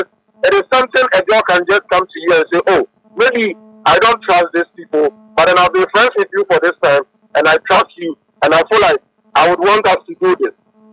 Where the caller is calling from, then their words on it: Madina, Greater Accra, Ghana; I'm calling from Medina.